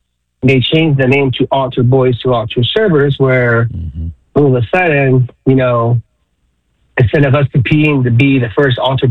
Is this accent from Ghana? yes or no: no; Orange, California, United States; I come from the Orange Diocese as a young child.